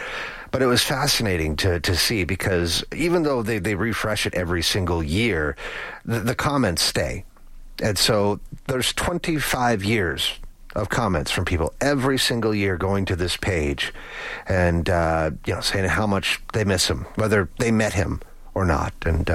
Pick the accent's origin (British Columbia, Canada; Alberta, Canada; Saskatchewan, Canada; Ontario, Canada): Alberta, Canada; Lloydminster; 24 Canadians died that day, including some Albertans, most famously, I remember, in my hometown where I graduated high school, with Lloydminster.